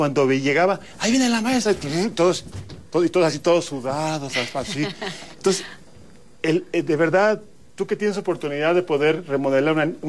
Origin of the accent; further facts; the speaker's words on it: Magdalena Contreras, Mexico City, Mexico; Soy de Magdalena Contreras y eran canchas de tierra